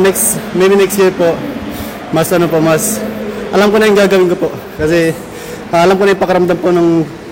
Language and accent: Tagalog; Eastern Visayas, Philippines; Taga Leyte po.